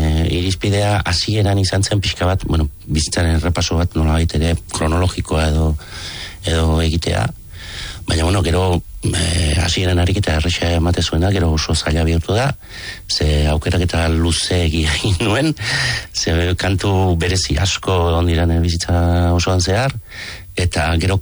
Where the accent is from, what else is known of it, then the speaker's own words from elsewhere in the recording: Alkiza, Basque Country, Spain; Alkizan jaioa naiz, eta Alkizako festak ziren, musika elkarrekin entzuten genuen lekua, eta txikitako musika hori da, hori batez ere trikitixa, herriko festetako trikitixa.